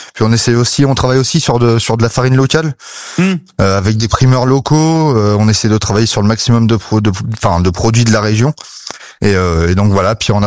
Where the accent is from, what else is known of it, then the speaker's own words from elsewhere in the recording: Le Havre, Normandy, France; moved away as an adult; Moi, je suis de Normandie, je suis du Havre la base.